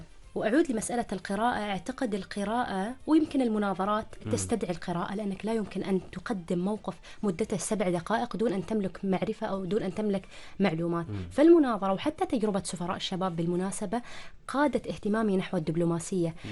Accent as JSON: {"language": "Arabic", "country": "Oman"}